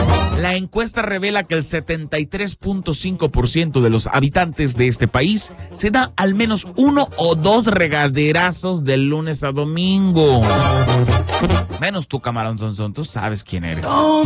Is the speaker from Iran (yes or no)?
no; Mexico; No, no, ya hay que cambiar esa mentalidad. Somos mexicanos.